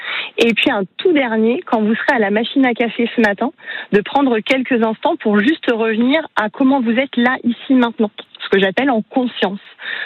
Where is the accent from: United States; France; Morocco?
France; now in Bouessé, France; ici en France.